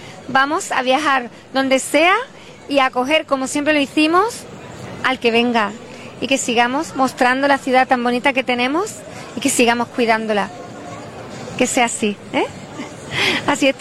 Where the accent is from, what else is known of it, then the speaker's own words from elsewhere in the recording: La Línea de la Concepción, Andalusia, Spain; El orgullo de ser linense.